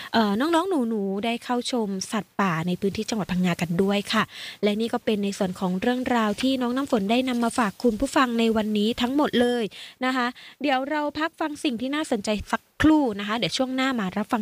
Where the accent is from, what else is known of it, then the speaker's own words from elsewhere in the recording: Southern Thailand, Thailand; ก็ถือเป็นความภาคภูมิใจที่เราพี่น้องชาวคนใต้นะคะที่ต่างภาคภูมิใจในสิ่งที่เราได้รับจากชาวโลกนะคะ